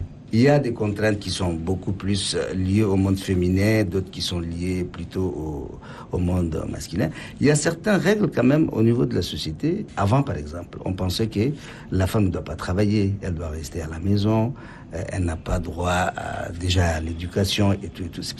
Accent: Chad; Par exemple, chez nous au Tchad, le respect de personnes âgées.

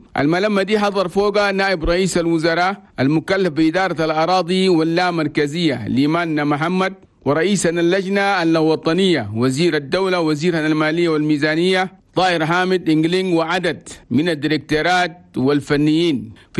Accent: Chad; هنا بلدنا تشاد

